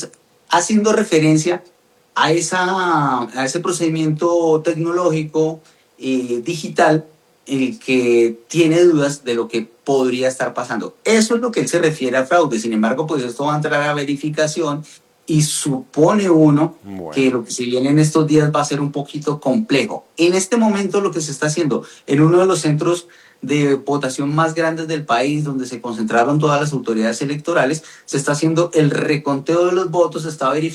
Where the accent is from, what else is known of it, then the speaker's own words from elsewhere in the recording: Colombia; por lo menos la percepción que tiene uno como colombiano es que las elecciones del pasado han sido, por lo menos de manera transparente, limpias.